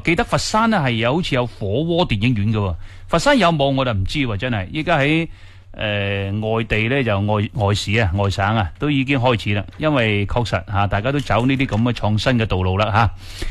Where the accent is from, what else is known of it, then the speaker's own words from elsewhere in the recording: Guangdong, China; 我哋广东人煲汤最中意嘅